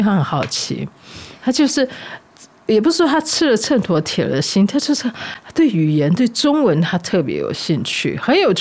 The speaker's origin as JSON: {"language": "Chinese", "country": "Taiwan", "accent": "Taiwanese", "said": "对，我的普通话还蛮台湾腔的，"}